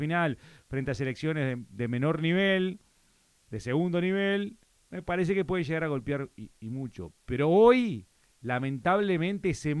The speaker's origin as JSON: {"language": "Spanish", "country": "Uruguay"}